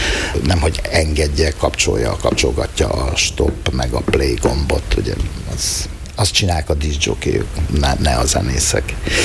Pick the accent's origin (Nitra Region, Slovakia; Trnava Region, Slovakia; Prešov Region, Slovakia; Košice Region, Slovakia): Košice Region, Slovakia; Malé Trakany; én kistárkányi származású vagyok